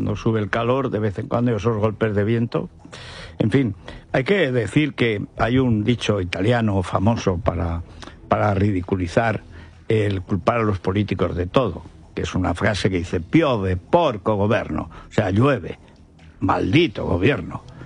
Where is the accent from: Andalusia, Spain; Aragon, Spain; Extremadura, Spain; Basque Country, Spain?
Aragon, Spain; moved away; mi pueblo, a Gonchales, a Albarracín